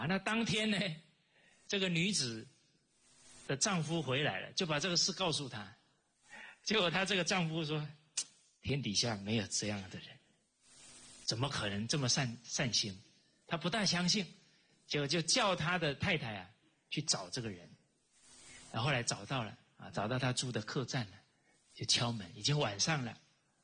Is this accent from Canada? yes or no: no; China; 而我们中国人讲伦理，不只是家庭的这三个伦理，他一延伸到整个社会都是伦理。